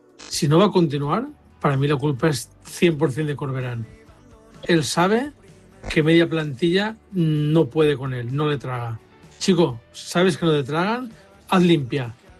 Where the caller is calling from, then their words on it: Sueca, Valencian Community, Spain; de Sueca.